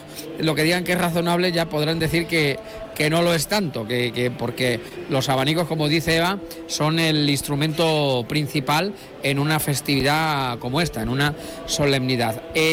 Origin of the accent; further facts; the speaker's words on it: Castilla-La Mancha, Spain; yo soy manchego, pero mi vida transcurre entre La Mancha y Toledo.